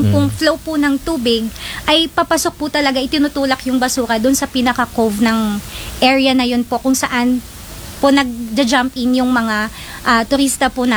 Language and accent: Tagalog; Central Luzon, Philippines; I am from Bataan.